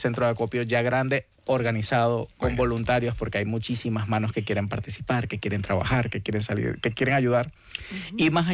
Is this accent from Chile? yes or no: no; Venezuela; now in Gipuzkoa, Spain; soy venezolano.